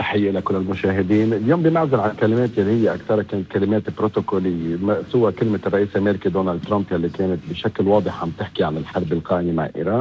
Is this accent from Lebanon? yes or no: yes; Lebanon; وبيبقى كمان الأهمية نحن كلبنانيين لما سيقوله الرئيس نوال سلام